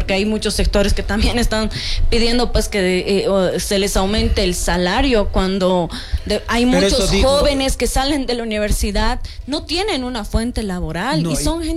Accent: Bolivia

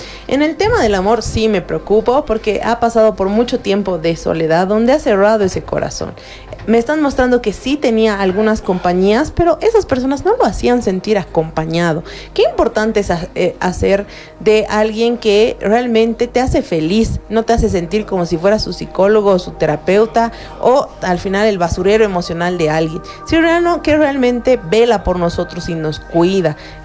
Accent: Bolivia

